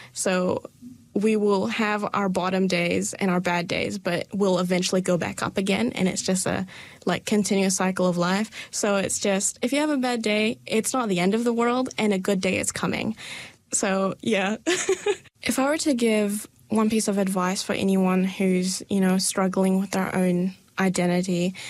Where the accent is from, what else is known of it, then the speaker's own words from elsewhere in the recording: Dunedin, Otago, New Zealand; born there; first language Malay; English is a second language; also born or lived in Malaysia; I have lived 10 years in New Zealand, 10 years in Malaysia. My English is better than my Malay